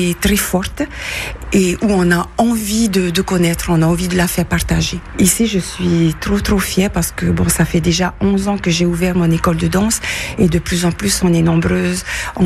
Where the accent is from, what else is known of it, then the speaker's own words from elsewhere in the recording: Windward Islands, French Polynesia; now in Toulouse, France; Je viens de la Polynésie française et je suis originaire de l'île de Mouria, qui est l'île sœur de Tahiti. Quand on prend le ferry, ben c'est à 30 minutes.